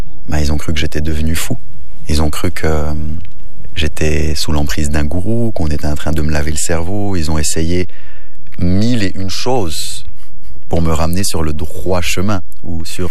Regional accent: Switzerland; born there; Mais disons que pour mes parents, ça a été très difficile dans le fait que je suis né en Suisse.

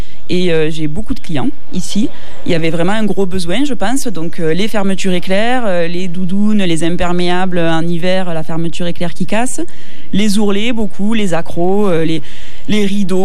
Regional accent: Occitanie, France; moved away; also born or lived in Aix / Paris; moi, je suis originaire de Saint-Laurent-des-Gouzes.

